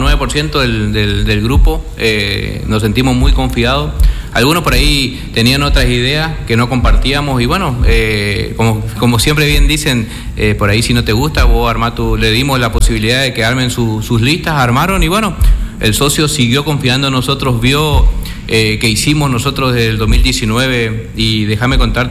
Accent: Colonia Baranda, Chaco, Argentina; La verdad que yo en mi pueblo voy, camino tranquilo. Es más, tengo mi madre, mi padre, mis hermanos, todo allá.

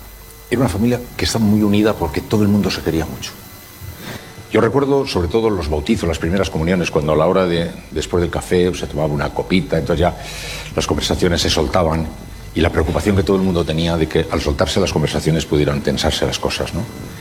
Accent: Basque Country, Spain; en mi familia, somos vascos

